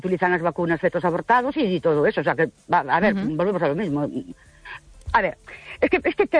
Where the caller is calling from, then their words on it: Ourense, Galicia, Spain; de Ourense.